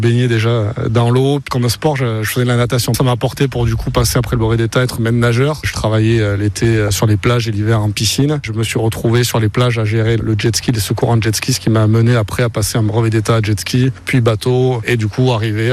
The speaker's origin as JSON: {"language": "French", "town": "Mont-de-Marsan", "region": "Nouvelle-Aquitaine", "country": "France", "tie": "born there", "lives_now": "Capbreton, France", "said": "Moi, je suis né à Mont-de-Marsan, je suis d'Agetemont. Je suis sur la côte à Cabreton depuis 2011 maintenant."}